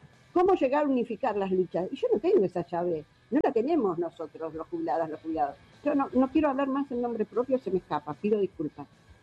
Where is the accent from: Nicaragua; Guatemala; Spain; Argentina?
Argentina; Bella Vista, Buenos Aires Province; yo soy de Bellavista, en Hurlingham